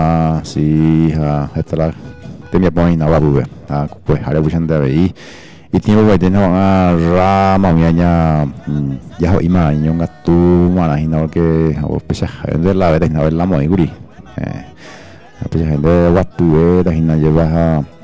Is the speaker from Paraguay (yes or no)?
yes; Paraguay; niendo como buen paraguayo, paraguayo